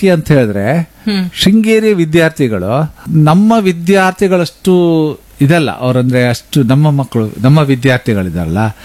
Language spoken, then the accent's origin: Kannada; Kundapura, Karnataka, India; ಕೊಣಾಜೆಗೆ ಹೋದ ನಂತರ ನಮ್ಮ ಊರಿನವರೆಲ್ಲ ನಾವು ಕುಂದಾಪುರದವರು, ಬೈಂದೂರಿನವರು, ಬ್ರಹ್ಮಾವರದವರು.